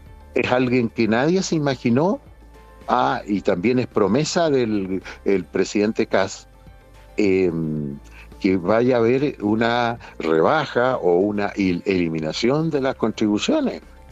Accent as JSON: {"language": "Spanish", "region": "Magallanes and Chilean Antarctica", "country": "Chile", "said": "como nos decimos en Magallanes. Yo soy magallánico."}